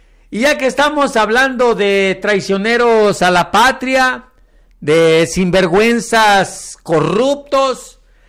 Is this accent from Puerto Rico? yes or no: no; Mexico